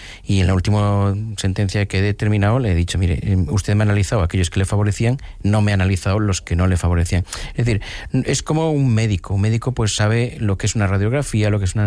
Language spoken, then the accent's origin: Spanish; Galicia, Spain; Yo soy gallego, aquí cualquier anciana de mi pueblo te dice enseguida lo que tienes según lo que haces.